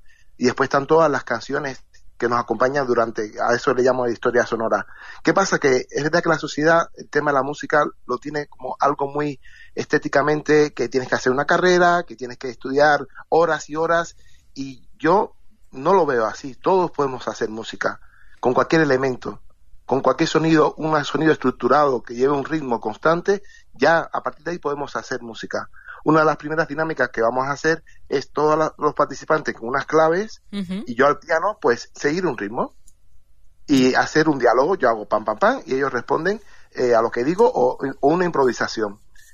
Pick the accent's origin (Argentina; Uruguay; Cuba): Cuba; No conozco la isla y tiene que ver mucho con mi tierra, según dicen, con el tema de Cuba, que os parece mucho, o nosotros parecemos a vosotros.